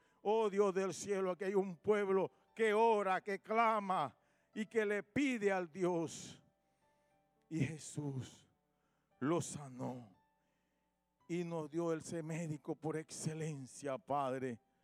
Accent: Panama; Panamá es de Cristo, Padre, la sangre de Jesucristo está en nuestro país

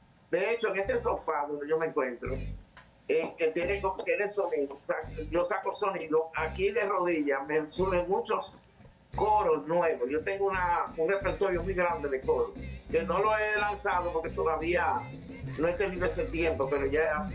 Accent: Dominican Republic; Nosotros nos identificamos como personas muy, muy contentas, muy alegres, muy coloridas, muy pintorescos. Somos los dominicanos.

